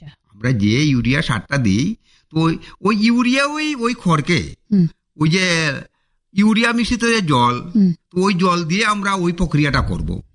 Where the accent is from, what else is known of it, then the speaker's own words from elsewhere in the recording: Sylhet Division, Bangladesh; accent: Sylheti; আমরা খেয়ার বলি সিলেটি ভাষায়